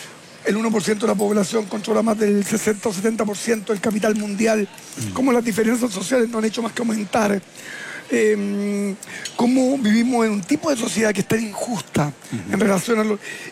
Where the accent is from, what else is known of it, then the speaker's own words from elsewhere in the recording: Chile; desde África, América del Sur, uno les dice, soy chileno, es lo mismo para ellos que un argentino